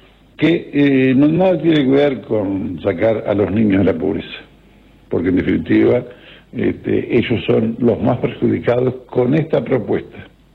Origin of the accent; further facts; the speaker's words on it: Uruguay; son gente que, como nosotros, somos uruguayos.